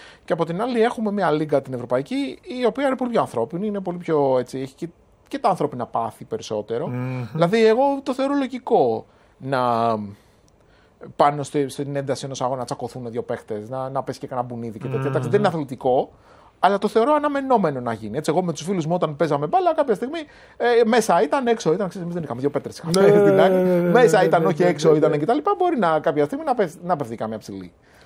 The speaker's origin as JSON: {"language": "Greek", "town": "Peristeri", "region": "Attica", "country": "Greece", "tie": "born or raised there", "said": "μεγάλωσα στη Χωράφα πάνω στο Περιστέρι."}